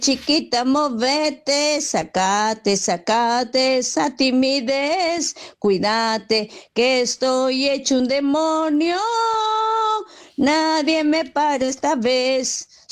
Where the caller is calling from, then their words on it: Ramos Mejía, Buenos Aires Province, Argentina; de Ramos Mejía.